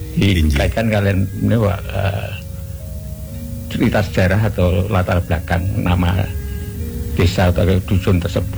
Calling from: Wonosari, Special Region of Yogyakarta, Indonesia; Sugeng dalu pendopo bawa narasumber Pak Sugiman … saking Wonosari

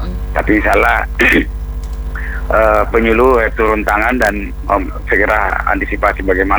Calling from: Lembang district, South Sulawesi, Indonesia; di daerah saya di Kecamatan Lembang ini

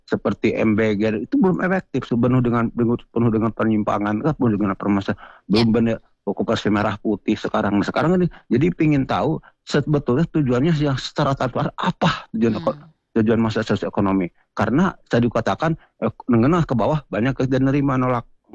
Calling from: Bandung, West Java, Indonesia; Saya dari Bandung Timur, Bu.

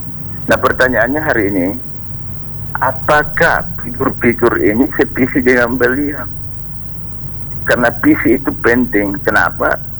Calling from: Polewali Mandar, West Sulawesi, Indonesia; kan kebetulan saya juga orang Polman.

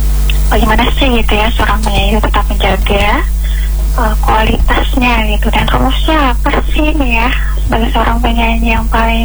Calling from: Maluku, Indonesia; saya dari Timur Indonesia, Maluku Tengah, Pulau Serang.

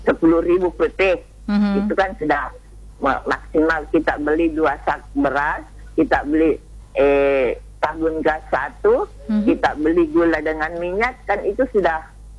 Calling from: Parepare, South Sulawesi, Indonesia; Di daerah saya di daerah saya itu sulit gas.

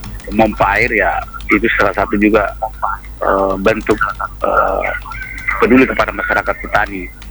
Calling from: Pinrang, South Sulawesi, Indonesia; di daerah saya ini di Kecamatan Lembah

